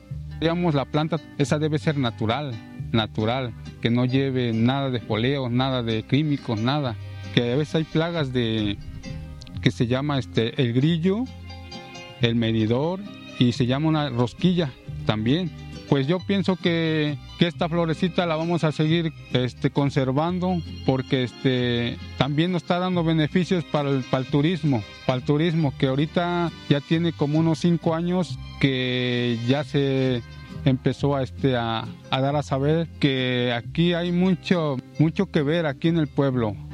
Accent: San Pablo Coapan, Veracruz, Mexico; soy de San Pablo Coapan, municipio de Naolinco, y yo me dedico a la siembra de cempasúchil.

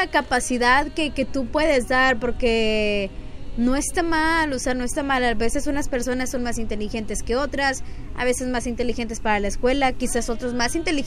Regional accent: Mexico; Yo como mexicana

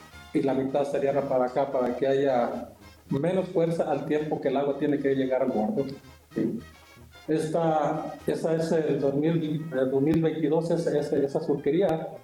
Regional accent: Chachuit, Zacatecas, Mexico; yo vengo de Chachuit, Zacatecas.

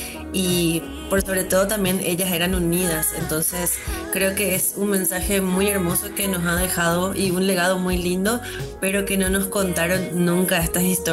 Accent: Paraguay; imagínate que incluso nos quisieron sacar nuestra lengua guaraní a los paraguayos.

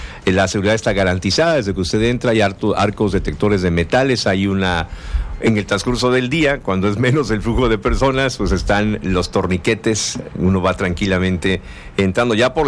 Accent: Tabasco, Mexico; nuestra fiesta máxima de los tabasqueños

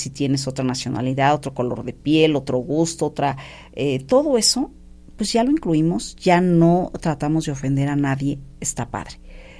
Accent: Mexico; Somos aquí mexicanos

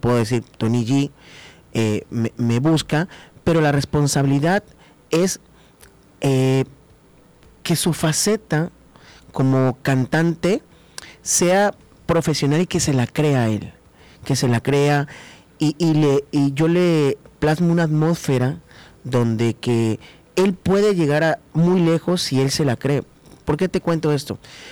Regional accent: Tabasco, Mexico; Tabasco es hermoso y amo a Tabasco, me encanta Tabasco, soy de Tabasco, me encanta el pozol, la oreja de mico, la tortilla, al mojo de ajo, me encanta todo, yo soy choco.

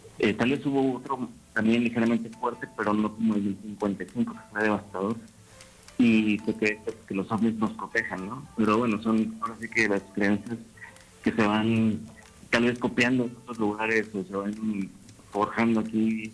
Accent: Tampico, Tamaulipas, Mexico; also born or lived in Campeche / Veracruz / Mexico City; A mí me tocó pues crecer en muchas ciudades, no nada más en Tampico. Nací en Tampico, pero me tocó crecer en Campeche, Veracruz, en la Ciudad de México. Pero mi gran parte de mi niñez fue en Tampico

